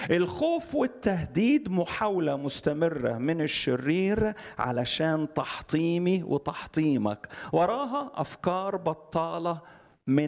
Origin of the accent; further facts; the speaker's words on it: Alexandria, Alexandria Governorate, Egypt; also born or lived in Upper Egypt; انا اسكندراني صعيدي بس اسكندراني.